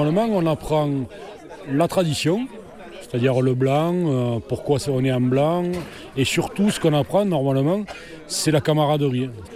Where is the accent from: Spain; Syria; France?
France; je suis né au quartier haut